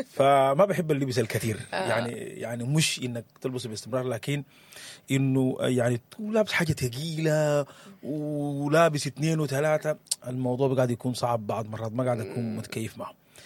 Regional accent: Sudan; السودانيين بنحب الكلمة

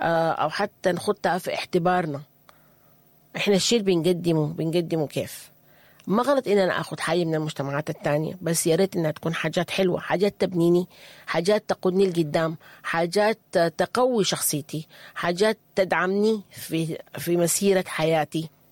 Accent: Sudan; الحصل معانا كسودانيين قاد الناس لنزوح ولهجرة ولحتة ممكن ما كنا عايشين فيها في الأول.

